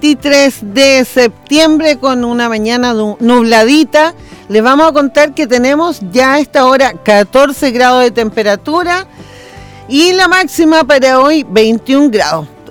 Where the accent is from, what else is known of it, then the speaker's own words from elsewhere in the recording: Chile; somos todos chilenos